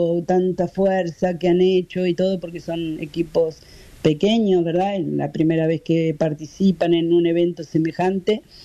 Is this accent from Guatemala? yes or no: no; Argentina; now in Cape Verde; es un proyecto en realidad que tiene bastante influencia argentina, como yo soy argentina, más también desenvuelto aquí en Cabo Verde